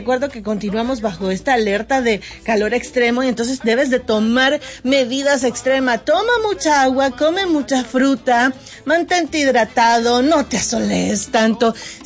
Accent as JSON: {"language": "Spanish", "country": "Nicaragua", "moved": "yes", "lives_now": "Cleveland, United States", "said": "Yo ya me siento como en mi patria, en mi país. Más o menos así se siente el mes de mayo en Nicaragua"}